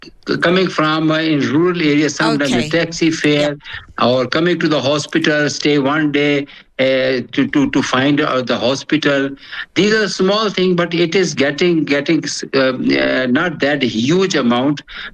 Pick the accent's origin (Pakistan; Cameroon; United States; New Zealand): Pakistan; English is a second language; Yeah, the first impression over the years, the decades, because I'm from Pakistan.